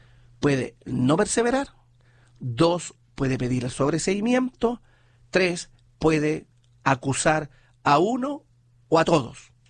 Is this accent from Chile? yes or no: yes; Linares, Maule, Chile; Los que somos de Linares sabemos que calle Sotomayor era de adoquín.